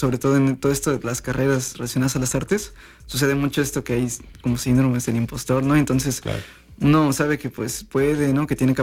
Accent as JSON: {"language": "Spanish", "town": "Huatusco", "region": "Veracruz", "country": "Mexico", "tie": "born or raised there", "moved": "as an adult", "lives_now": "Xalapa, Mexico", "said": "yo nací en Huatusco, bueno, nací aquí en Jalapa y viví toda mi vida en Huatusco, Veracruz."}